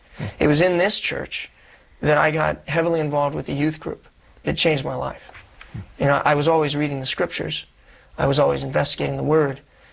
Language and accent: English; Columbus, Ohio, United States; Born and raised in Columbus, Ohio.